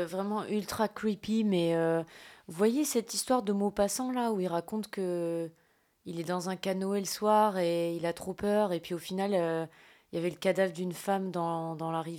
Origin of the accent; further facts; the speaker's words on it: Mayotte; now in France; quand j'étais petite, j'habitais à Mayotte. Et du coup, j'ai grandi vraiment au bord de l'océan.